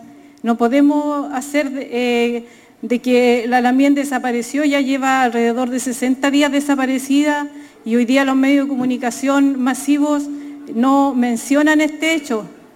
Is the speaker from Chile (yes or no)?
yes; Chile